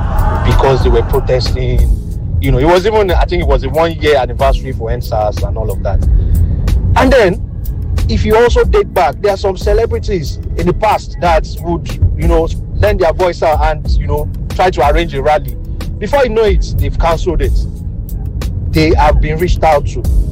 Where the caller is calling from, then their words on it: Abeokuta, Ogun, Nigeria; I'm calling from Abeokuta at the moment.